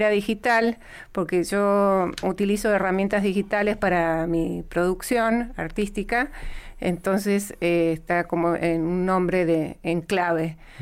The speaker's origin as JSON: {"language": "Spanish", "town": "Río Gallegos", "region": "Santa Cruz", "country": "Argentina", "tie": "born or raised there", "moved": "yes", "said": "la Patagonia, así que yo me he sentido siempre patagónica, criada con el viento, con el frío"}